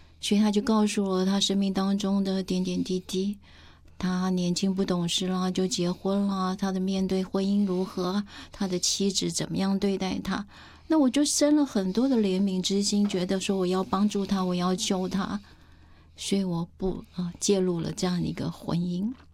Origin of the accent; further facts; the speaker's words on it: Taiwan; 我爸爸是军人，他是从大陆跟老蒋来台湾的。那在我的家庭里头，就是，我妈妈是很传统的一个台湾人，所以那我们住在小时候住在眷村里头